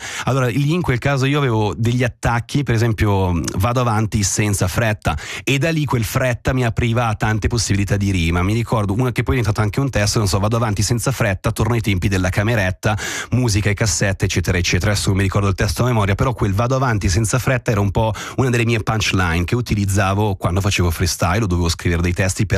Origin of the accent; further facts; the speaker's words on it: Switzerland; Il tedesco è un po' il mio tasto dolente e mi spiace molto di questo, perché da svizzero fiero, mi viene da dire, mi piacerebbe parlare bene tutte le lingue nazionali